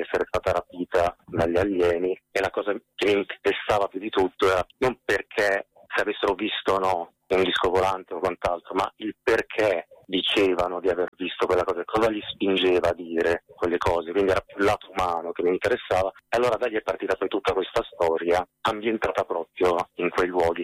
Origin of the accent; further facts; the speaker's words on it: Voghera, Lombardy, Italy; born there; moved away; also born or lived in Rome; lo farò uscire nella mia città dove sono nato, a Voghera